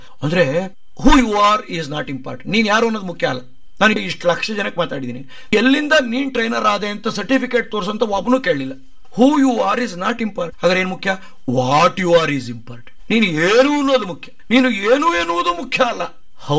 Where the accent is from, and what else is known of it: Karnataka, India